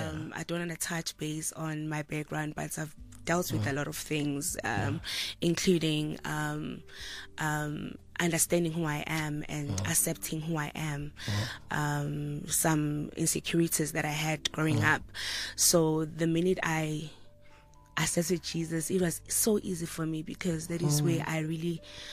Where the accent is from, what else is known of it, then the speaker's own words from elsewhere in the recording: KwaZulu-Natal, South Africa; born there; moved away; especially people from back home, because as you have said, KZN is so talented.